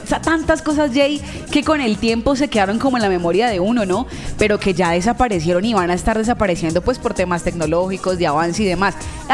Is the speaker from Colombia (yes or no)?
yes; Colombia; nos caracterizan como colombianos